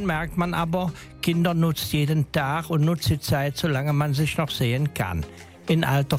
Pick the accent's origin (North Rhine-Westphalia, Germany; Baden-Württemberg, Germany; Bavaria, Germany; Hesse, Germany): North Rhine-Westphalia, Germany; Alsdorf; wir sind auch beide aus Mariadorf